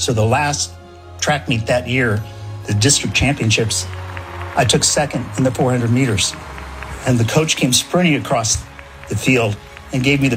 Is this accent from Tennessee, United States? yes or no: yes; Tennessee, United States; born there; also born or lived in Japan / Spain; I was born in Tennessee. I started kindergarten in Japan, and I graduated from high school in Spain.